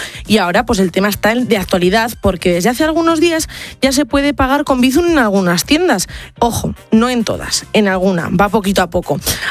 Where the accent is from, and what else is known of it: Burgos, Castile and León, Spain; moved away